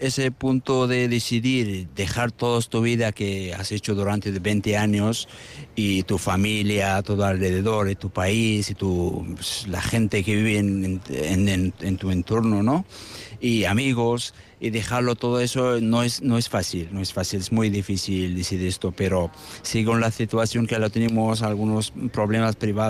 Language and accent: Spanish; Afghanistan; Spanish is a second language; moved away as an adult; now in Zarautz, Spain